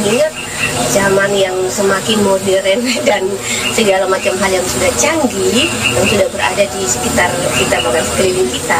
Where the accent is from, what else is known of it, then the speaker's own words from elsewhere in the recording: Papua, Indonesia; tapi menjadi salah satu ikon yang menceritakan tentang kehidupan kita orang Papua.